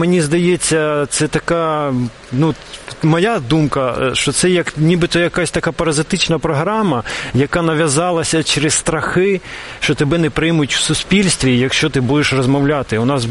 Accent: Kyiv, Ukraine; first language Russian; Ukrainian is a second language; я корінний киянин, і у нас так прийнято, що, в принципі, тут багато російськомовних контингент, наше місто. От, і проростав я серед людей, які більш російськомовні

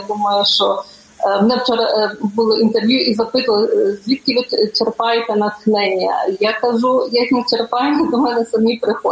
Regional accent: Lviv Oblast, Ukraine; я, наприклад, з Львівської області, мені більше до вподоби, до душі моя львівська.

